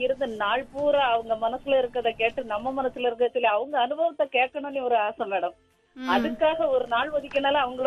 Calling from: Tamil Nadu, India; பெரியவளையில இருந்து

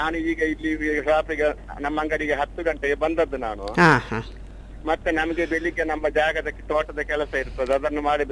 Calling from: Mangalore, Karnataka, India; Kalladi sir ನಮ್ಮೂರಿನ ಹೆಸರು. KALLADI.

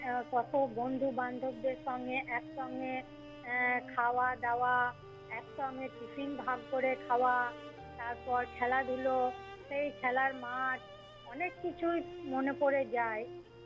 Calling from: Bolpur, West Bengal, India; আমি পশ্চিমবঙ্গের বোলপুর বীরভূম থেকে

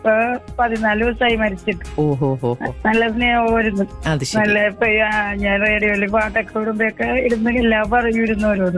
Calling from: Kochi, Kerala, India; എന്റെ ഇപ്പൊ ഫോർട്ട് കൊച്ചി പട്ടാളത്താണ് ഞാൻ താമസിക്കുന്നത്.

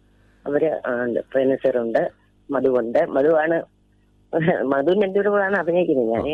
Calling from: Adoor, Kerala, India; ഞാൻ അടൂർ പഴവളം.

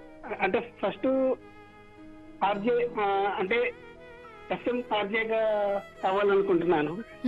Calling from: Guntur, Andhra Pradesh, India; నేను గుంటూరు నుంచి, గుంటూరు నుంచి … మాట్లాడుతున్నానండి.

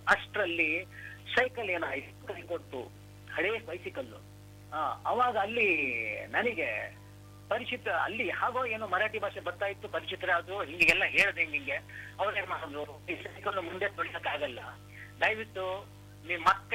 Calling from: Bhadravathi, Karnataka, India; first language Marathi; Kannada is a second language; ಅಲ್ಲಿಂದ ನಾನು ಸೀದಾ ಬಸ್ ಹತ್ಬಿಟ್ಟು ಭದ್ರಾವತಿಗೆ ವಾಪಸ್ ಬಂದೆ.

